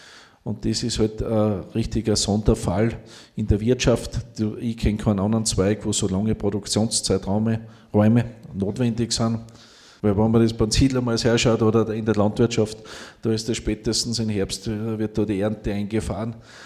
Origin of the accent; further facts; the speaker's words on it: Styria, Austria; now in Freistadt District, Upper Austria, Austria; ich komme gebürtig aus der Steiermark